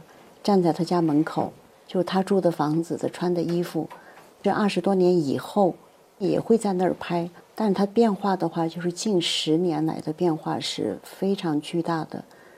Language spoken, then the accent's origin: Chinese; Xinjiang, China; 这个是只有我们新疆人才会关注到这个细节